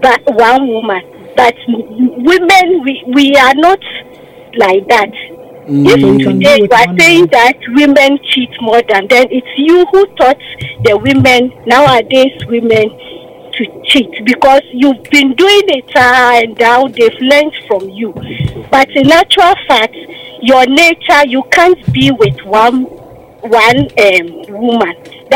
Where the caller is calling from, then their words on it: Santasi, Ashanti, Ghana; I'm calling from Santasi.